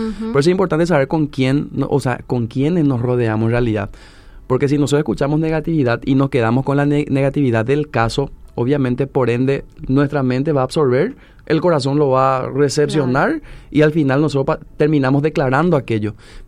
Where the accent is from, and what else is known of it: Paraguay